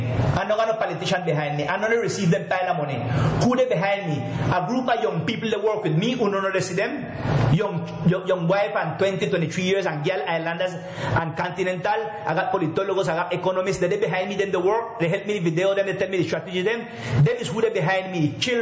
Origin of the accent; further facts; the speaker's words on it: Providencia, San Andrés and Providencia, Colombia; say I am from Providence. My dwelling is Providence. And I got a house there in the mainland city, Colombia.